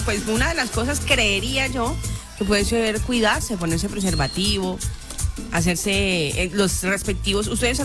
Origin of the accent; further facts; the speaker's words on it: Tolima, Colombia; en mi tierra, en el Tolima, pues que queda la base de Tolemaida